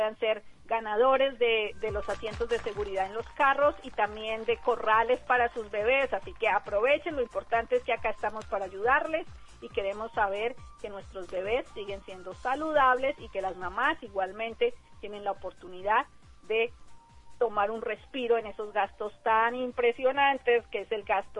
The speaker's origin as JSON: {"language": "Spanish", "country": "Colombia", "moved": "yes", "said": "De hecho, en Colombia la celebramos el último domingo de mayo"}